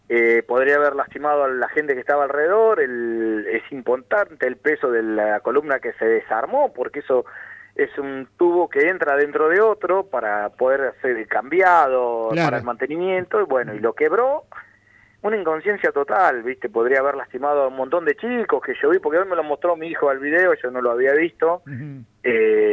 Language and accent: Spanish; Argentina